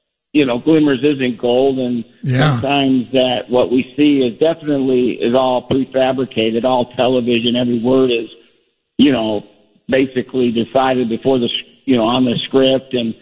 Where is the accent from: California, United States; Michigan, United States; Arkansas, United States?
Michigan, United States; Kalamazoo; moved away as an adult; I was raised, I think, maybe about an hour and a half drive from Chicago in Kalamazoo, Michigan.